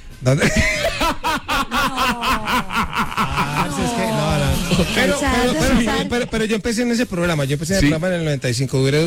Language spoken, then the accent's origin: Spanish; Cali, Valle del Cauca, Colombia; also born or lived in Medellín; Yo llegué de Cali, nosotros, mi papá hizo un negocio pues muy grande, entonces me dijo, nos vamos para Medellín. Y yo dije, vamos para Medellín, y me fui para Medellín.